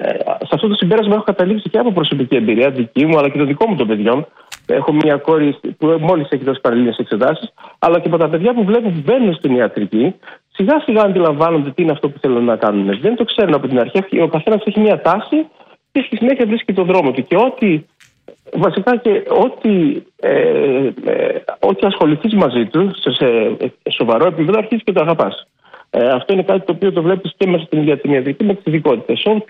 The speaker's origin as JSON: {"language": "Greek", "town": "Serres", "region": "Central Macedonia", "country": "Greece", "tie": "born or raised there", "also_born_or_lived": "Thessaloniki", "moved": "as an adult", "said": "Ναι, εγώ γεννήθηκα και μεγάλωσα στις Σέρρες."}